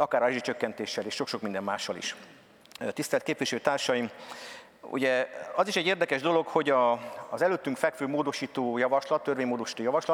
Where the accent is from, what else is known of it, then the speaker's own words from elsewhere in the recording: Csepel, Budapest, Hungary; én Csepelen nőttem föl, tehát ott jártam általános iskolában, kora gyerekkoromban fölkerültek a szüleim Budapestre, Csepelre